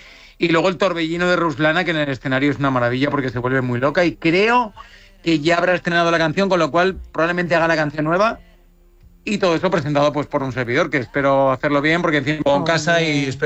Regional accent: Valencia, Valencian Community, Spain; yo soy de la Terreta, soy de Valencia, de hecho, mi familia vive cerca de la línea del Cid, o sea, más cerca de Mislata era complicado

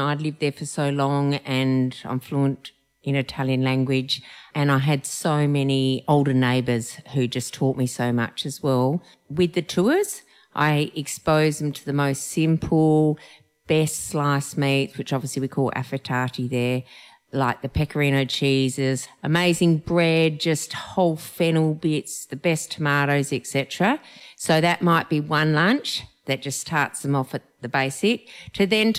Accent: Yallingup, Western Australia, Australia; moved away as an adult; also born or lived in Tuscany, Italy; I was born and bred in Yallingup, so I know a lot about the region.

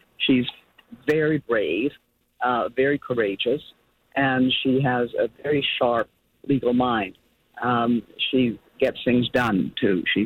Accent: Ottawa, Ontario, Canada; I grew up in Ottawa, where, you know, Rideau Hall is located.

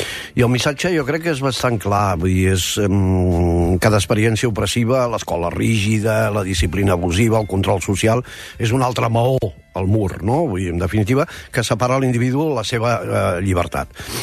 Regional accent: Vic, Catalonia, Spain; Jo sóc de Vic, també cal dir-ho, la ciutat dels Sants, vull dir, família de capellans també, doncs, sobretot per part de la meva mare, alemanys

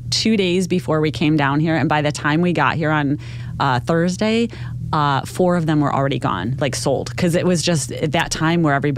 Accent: New York, United States; So my family's from New York, and that's where I was born and raised.

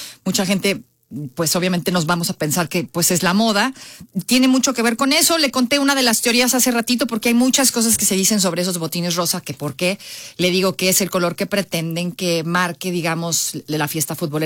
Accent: Mexico; personalmente como mujer y como mexicana me da mucho orgullo

